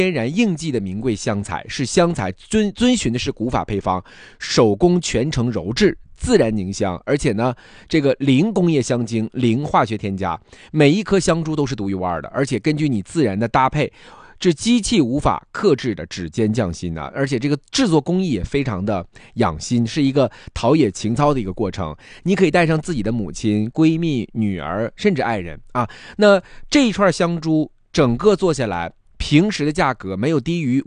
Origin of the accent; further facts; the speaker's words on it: China; 我们中国人